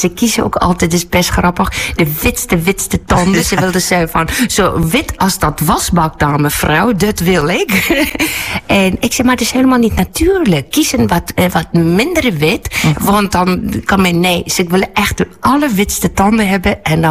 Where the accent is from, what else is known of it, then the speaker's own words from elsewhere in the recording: South Africa; Maar ik kom natuurlijk uit Zuid-Afrika.